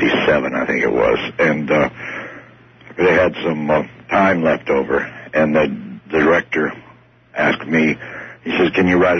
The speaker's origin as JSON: {"language": "English", "region": "the South", "country": "United States", "said": "I said, you know, I'm a Southerner. I say N and end the same way."}